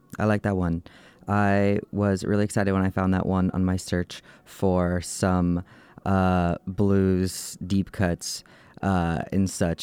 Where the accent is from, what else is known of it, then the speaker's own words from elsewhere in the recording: Louisiana, United States; I'm Cajun